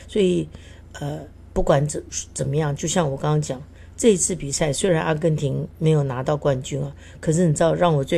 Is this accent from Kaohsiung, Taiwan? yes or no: no; Keelung, Taiwan; also born or lived in Taipei; 一个在基隆长大的一个小不拉几的一个孩子能够到台北来念书，